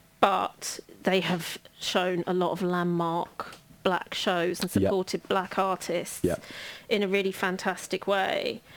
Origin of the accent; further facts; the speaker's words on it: London, United Kingdom; growing up in London